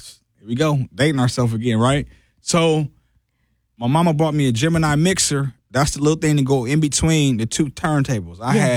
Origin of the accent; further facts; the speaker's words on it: Milwaukee, Wisconsin, United States; East side of Milwaukee, man.